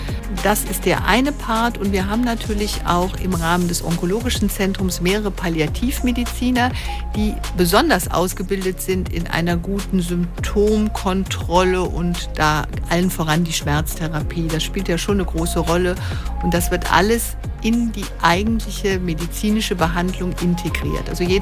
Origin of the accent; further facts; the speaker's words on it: Rhineland, Germany; Dann wünsche ich mir als Rheinländerin